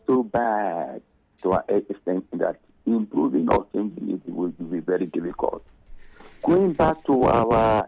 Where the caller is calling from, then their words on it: Bori, Rivers, Nigeria; I am calling from Bori.